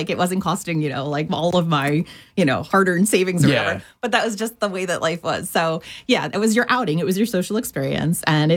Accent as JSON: {"language": "English", "area": "Union County", "region": "New Jersey", "country": "United States", "tie": "born or raised there", "said": "I grew up in Union County."}